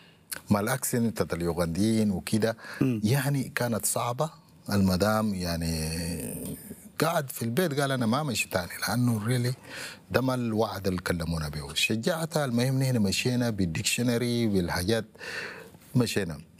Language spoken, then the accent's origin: Arabic; Sudan; moved away as an adult; also born or lived in Uganda; لما جينا من السودان